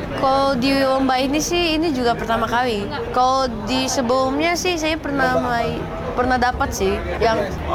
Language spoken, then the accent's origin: Indonesian; Riau, Indonesia; kelas 6 di SD Witama Nasional Pusikan di Pekanbaru. Saya dari Riau.